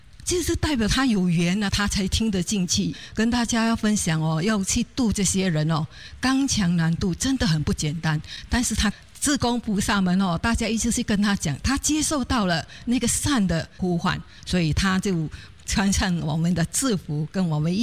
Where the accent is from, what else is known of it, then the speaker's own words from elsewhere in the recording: Singapore; moved away as an adult; 我来自佛国的新加坡人，